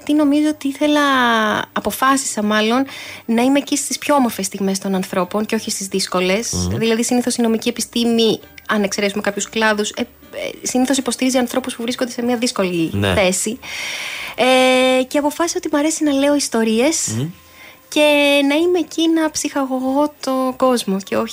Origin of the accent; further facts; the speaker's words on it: Lamia, Central Greece, Greece; born there; also born or lived in Pyrgos; Πρακτικά γεννήθηκα στη Λαμία. Ναι. Έζησα 5 χρόνια στον πύργο